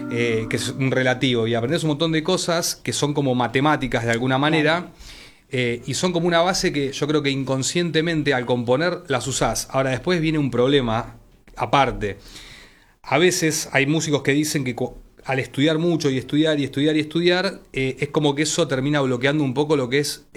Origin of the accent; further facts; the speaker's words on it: Buenos Aires, Argentina; yo soy porteño.